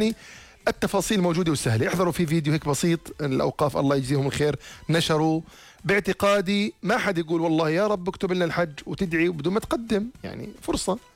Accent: Jordan; عندنا بالاردن

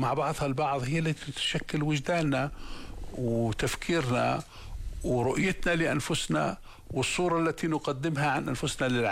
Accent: Jordan; إحنا ما في زاوية أو جبل عندنا في الأردن إلا له تاريخ.

